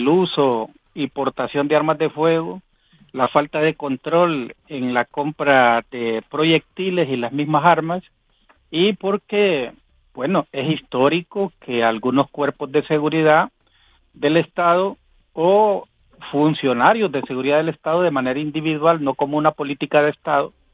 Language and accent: Spanish; Colón, Honduras; yo soy del departamento de Colón, nací el 62